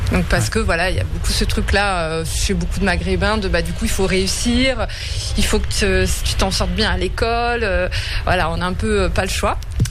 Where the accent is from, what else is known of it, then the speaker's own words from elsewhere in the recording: France; j'ai grandi en France, mais mes parents, en fait, ils ne m'ont pas beaucoup transmis ni la langue, que ce soit l'arabe et que ce soit le berbère.